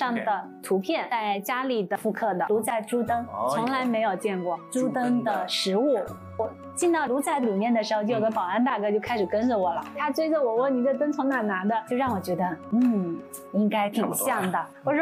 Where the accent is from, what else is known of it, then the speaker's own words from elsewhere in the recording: Wenzhou, Zhejiang, China; 我的老家温州